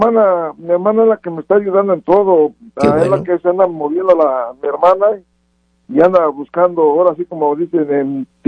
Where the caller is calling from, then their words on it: Mexico City, Mexico; No, yo soy de la Ciudad de México.